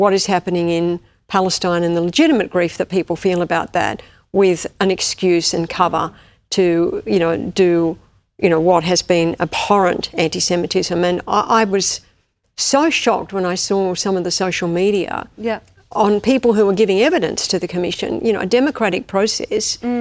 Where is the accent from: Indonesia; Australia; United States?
Australia; I was just crushed by that as an Australian.